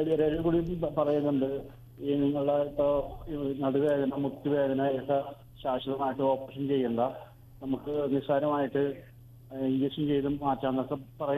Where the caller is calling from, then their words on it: Ernakulam, Kerala, India; ഞാൻ എറണാകുളത്തുനിന്നാണ്